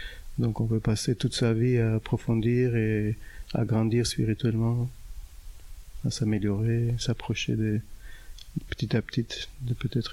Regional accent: Uruguay; moved away; also born or lived in United States; Je voulais retourner dans mon pays, en Uruguay. Je viens de l'Uruguay

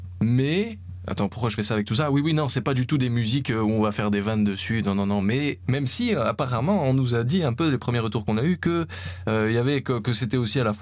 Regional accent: Sisteron, Provence-Alpes-Côte d'Azur, France; moved away as an adult; now in Liège, Belgium; je suis français, je viens du sud-est de la France à Sisteron, on va dire Marseille, comme ça c'est plus simple.

